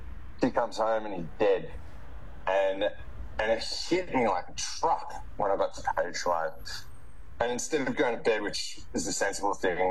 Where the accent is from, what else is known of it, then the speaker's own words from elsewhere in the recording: Australia; moved away as an adult; brought up as a good Aussie boy